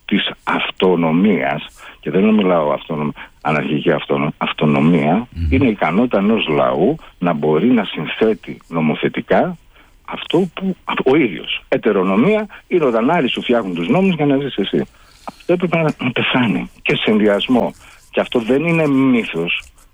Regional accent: Greece; εμείς είμαστε Έλληνες

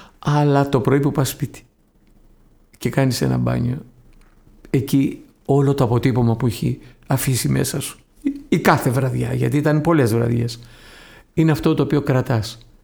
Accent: Athens, Attica, Greece; εγώ που μεγάλωσα στα Πατήσια

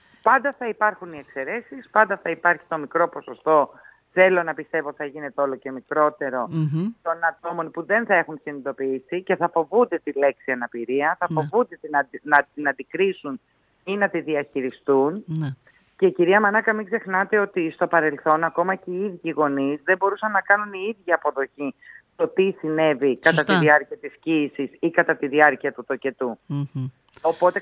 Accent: Greece; είμαστε Έλληνες όλοι

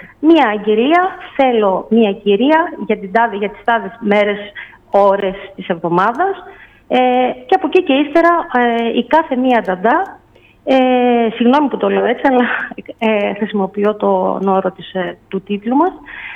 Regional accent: Thessaloniki, Central Macedonia, Greece; Ξεκίνησα με τη Θεσσαλονίκη γιατί είναι η πόλη μου.

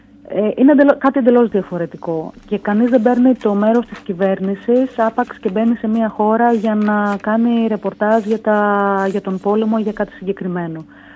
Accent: Greece; Τους έλεγα ότι είμαι από Ελλάδα, υπήρχαν κάποιοι που δεν ξέρανε καν κατά που πέφτει η Ελλάδα.

